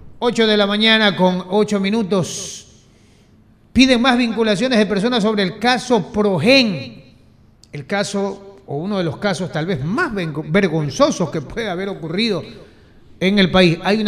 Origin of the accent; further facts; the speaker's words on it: Manta, Manabí, Ecuador; Nosotros somos de Manta.